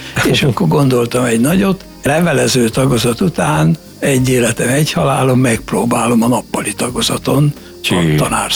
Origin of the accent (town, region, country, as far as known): Törtel, Pest, Hungary